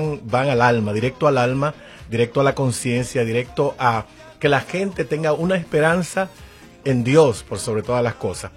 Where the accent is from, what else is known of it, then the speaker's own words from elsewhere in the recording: Dominican Republic; Grabamos el video en mi tierra, en la República Dominicana.